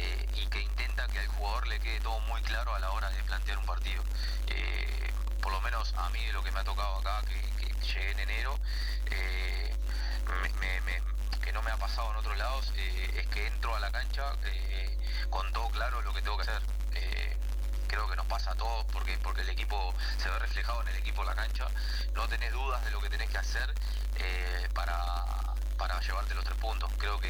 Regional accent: Uruguay

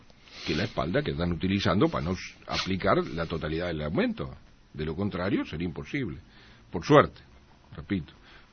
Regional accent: Uruguay

